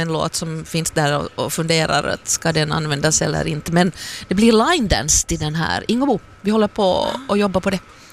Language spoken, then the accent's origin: Swedish; Sweden; first language Swedish; lite då svenska med tanke på att det är mitt modersmål